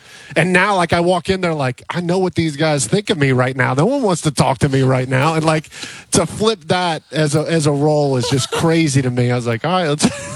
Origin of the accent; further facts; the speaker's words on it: Cincinnati, Ohio, United States; I grew up in Cincinnati